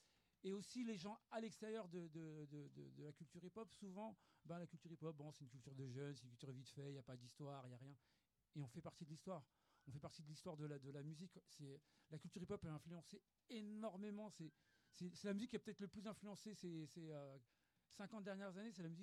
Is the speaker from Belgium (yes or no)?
no; Paris, Île-de-France, France; moi j'ai grandi à Paris, en région parisienne.